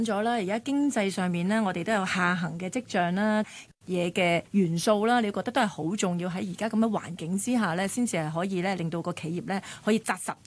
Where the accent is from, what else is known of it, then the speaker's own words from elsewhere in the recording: Hong Kong; 我哋香港人